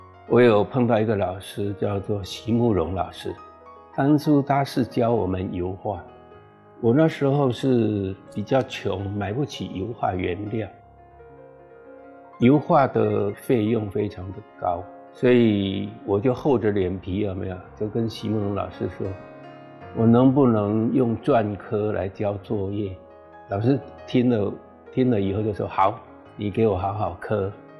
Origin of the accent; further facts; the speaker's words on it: Taoyuan, Taiwan; born there; moved away as an adult; now in Taichung, Taiwan; 那是我的出生地。因为工作的关系，就是甄选上高中老师，就是台中一中啊，就迁到中部来。